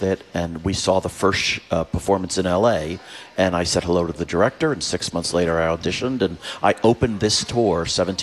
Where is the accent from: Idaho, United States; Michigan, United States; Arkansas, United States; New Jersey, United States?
New Jersey, United States; I grew up in New Jersey.